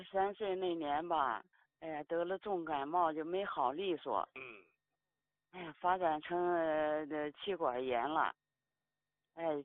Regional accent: Hebei, China; 哎，常老师，我是河北的。

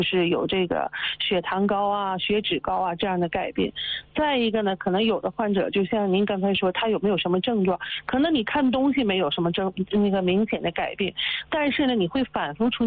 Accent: Northeast China, China; 像咱们东北人特别喜欢那种大碴子粥

